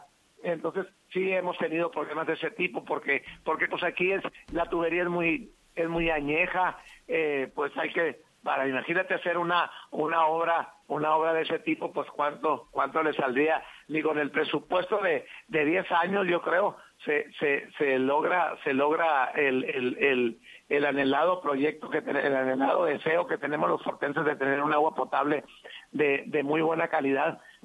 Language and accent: Spanish; Boca de Arroyo, Sinaloa, Mexico; also born or lived in Tehueco; Se enojan las mujeres de Boca de Arroyo porque digo que soy de Tehueco, y las de Tehueco se enojan porque digo que soy de Boca de Arroyo.